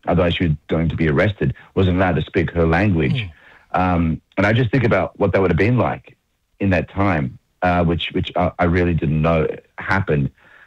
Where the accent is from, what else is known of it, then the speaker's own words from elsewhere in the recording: Melbourne, Victoria, Australia; I'm literally from Melbourne, and I came to Adelaide because I have some family here